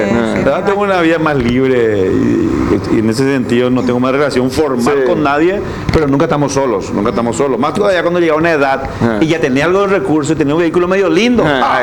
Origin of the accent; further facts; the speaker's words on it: Lambaré, Central, Paraguay; also born or lived in Fernando de la Mora / Villa Elisa / Ñemby; now in San Antonio, Paraguay; Yo nací en Fernando, pero me crié en Lambaré. Ah. Luego pasé a Villa Elisa, Ñemby